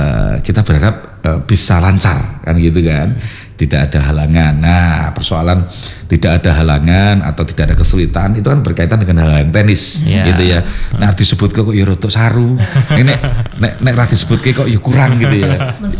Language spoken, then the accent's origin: Indonesian; Surakarta, Central Java, Indonesia; born there; khususnya lagi-lagi untuk kota Solo karena kita lahir di Solo, kami akan berkomitmen untuk kota Solo